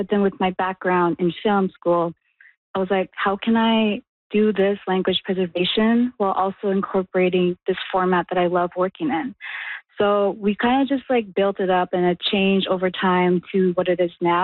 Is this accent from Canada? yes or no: yes; Fort Providence, Northwest Territories, Canada; growing up in Fort Providence, there wasn't really a lot of resources around art in general.